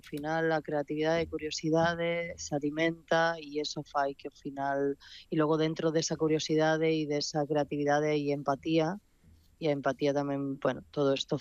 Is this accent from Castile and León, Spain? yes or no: no; Ribeira, Galicia, Spain; coma nas aldeas ao redor de Santiago, que é donde eu me criei, crieime aquí en Ribeira.